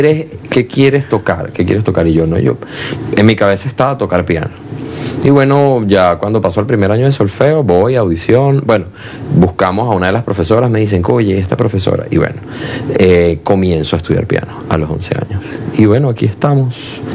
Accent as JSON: {"language": "Spanish", "region": "Falcón", "country": "Venezuela", "tie": "born or raised there", "moved": "yes", "lives_now": "Caracas, Venezuela", "said": "la familia es de allá. Y cuando mi hermano y yo estamos pequeños, pues ellos deciden mudarse para allá, una vida más tranquila. Y yo crezco allá y empiezo a estudiar allá, en una escuelita de música que ya se llama Escuela de Música Elías David Curiel"}